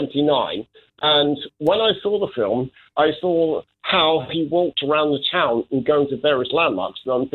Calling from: Torquay, South West England, United Kingdom; My wonderful town where I've lived now for, what, coming on 54 years.

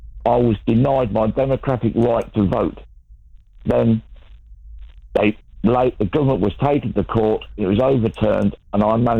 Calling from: Peterborough, East of England, United Kingdom; I'm from Peterborough

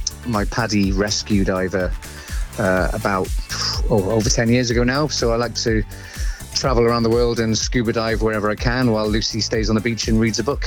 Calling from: Wales, United Kingdom; because I've moved to West Wales

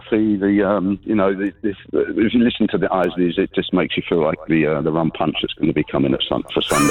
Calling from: Grenada; I live here. I've been here 20 years. I work here, have a business here, and I've just finished building a house here.

